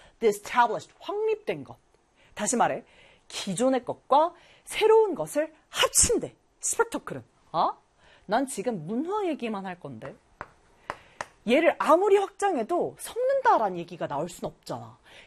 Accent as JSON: {"language": "Korean", "country": "South Korea", "said": "선생님은 한국인. 나는 한국인의 사고를 가지고 있는 거야."}